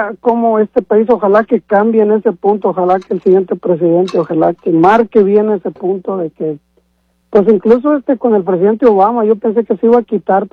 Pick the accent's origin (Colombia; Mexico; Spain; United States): Mexico; born there; moved away; yo sigo queriéndome México como, pues yo nací allá sí.